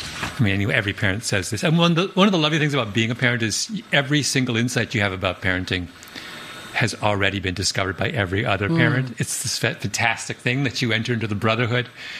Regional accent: Canada; moved away as an adult; also born or lived in England / Jamaica (mother's family); now in United States; England, where I was born. Canada, where I largely grew up.

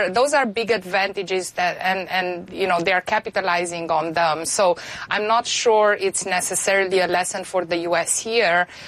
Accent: Oradea, Bihor County, Romania; I have to talk about my hometown. It's not just Timișoara. I went to school there, but you should visit Oradea. It's absolutely stunning.

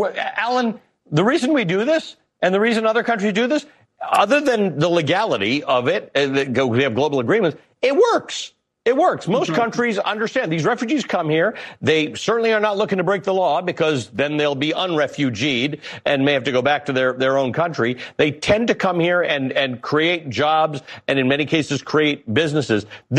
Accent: Canada; No, I mean, I grew up in Canada.

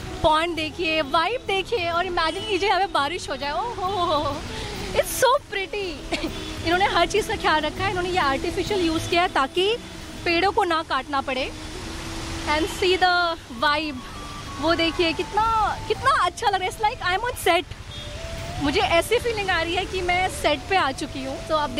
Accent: Uttar Pradesh, India; वैसे मेरा home town UP है, तो वहाँ के लोग अक्सर मुझे गणेश उत्सव के बारे में पूछते भी हैं कि यहाँ पे कैसा होता है।

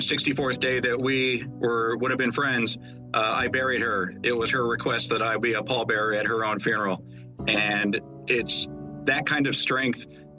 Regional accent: St. Louis, Missouri, United States; I started interning in my hometown of St. Louis for a couple of different radio stations.

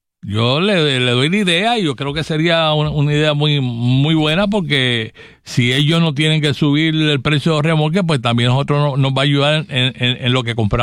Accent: Puerto Rico; Eso no va a afectar a Puerto Rico porque nosotros somos parte de Estados Unidos y eso no va con nosotros.

